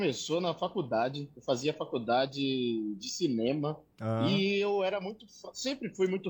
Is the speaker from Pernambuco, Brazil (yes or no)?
yes; Paulista, Pernambuco, Brazil; also born or lived in Recife; Eu nasci em Recife, mas eu fui criado a minha vida inteira em Paulista, né? Lá em Maranguape 1.